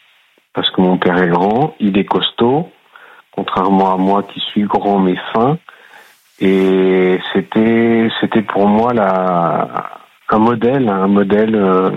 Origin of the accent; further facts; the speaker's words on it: Nantes, Pays de la Loire, France; pour un Nantais de pure souche